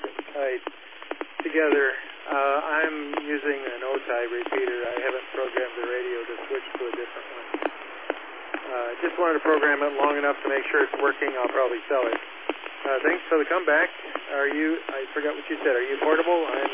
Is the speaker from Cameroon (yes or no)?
no; Ohio, United States; moved away as an adult; now in San Diego, United States; I'm from Ohio. I've been out here about 25 years, loving it.